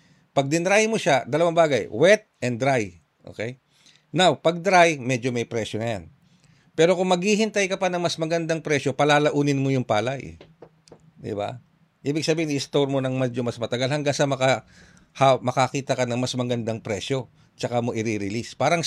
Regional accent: Central Luzon, Philippines; Ano po, sa totoo lang, taga Region 3 po ako, taga Tarlac ako. At ang mga ninuno ko, mga magulang ko, mga magsasaka.

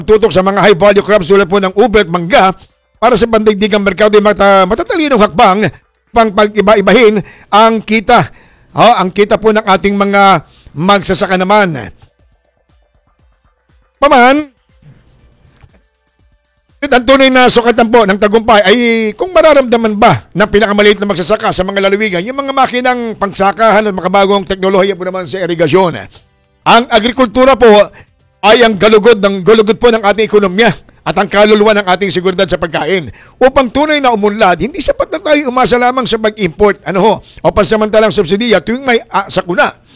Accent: Metro Manila, Philippines; ako'y dini sa Metro Manila lumaki at hindi ko nakilala mga mag-anak sa Batangas.

